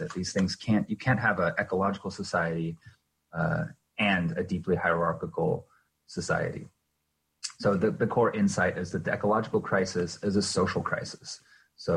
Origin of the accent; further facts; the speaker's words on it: Washington, United States; the anti-WTO demonstrations in Seattle, which is near my hometown. And I was living in Seattle at the time